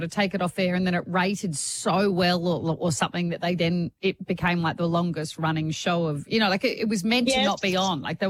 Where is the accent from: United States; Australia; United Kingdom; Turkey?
Australia; Adelaide, South Australia; I grew up in Adelaide